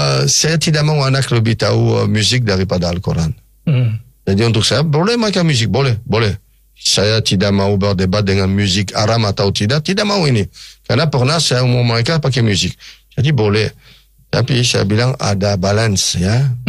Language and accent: Indonesian; Nouvelle-Aquitaine, France; moved away; ada 17 kilo dari kampung saya, kok, dari kampung. Saya bilang kampung. Sekarang bukan kampung lagi, dulu kampung